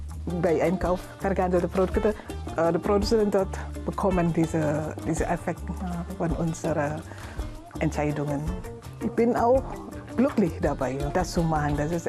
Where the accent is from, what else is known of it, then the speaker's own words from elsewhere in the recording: Indonesia; German is a second language; moved away as an adult; now in Chemnitz, Germany; Ich komme ursprünglich aus Indonesien. Ich bin seit 2004 in Chemnitz.